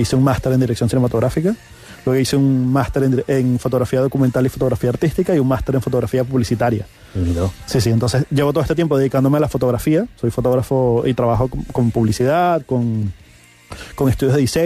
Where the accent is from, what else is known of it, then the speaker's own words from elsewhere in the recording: Barquisimeto, Lara, Venezuela; also born or lived in Caracas; porque yo entré en un colegio en cuarto grado, porque me fui de Caracas a Barquisimeto. Llegué a un colegio donde todo el mundo ya se conocía, yo era el extraño